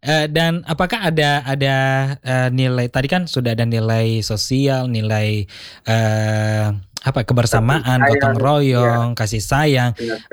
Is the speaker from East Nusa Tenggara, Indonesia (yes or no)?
yes; East Nusa Tenggara, Indonesia; Beta, Beta orang Sabu ya